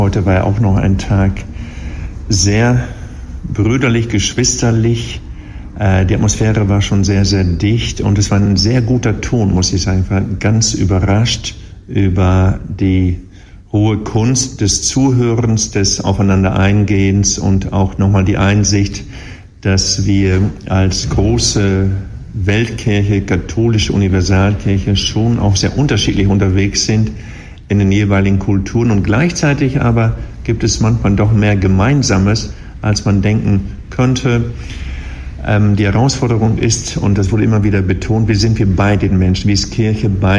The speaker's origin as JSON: {"language": "German", "country": "Germany"}